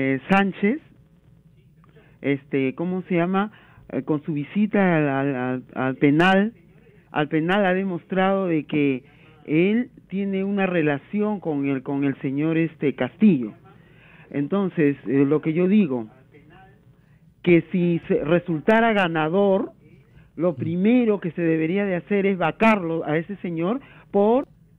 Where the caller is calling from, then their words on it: Lima, Peru; Desde Chorrillos.